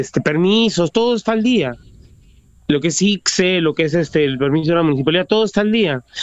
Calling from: Lima, Peru; yo estoy llamando desde Cercado de Lima, Avenida Uruguay 191 en el Cercado.

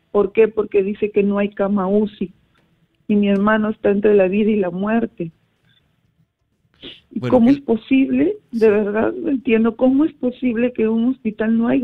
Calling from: Lima, Peru; Soy acá de Lima, de San Juan del Lurigancho.

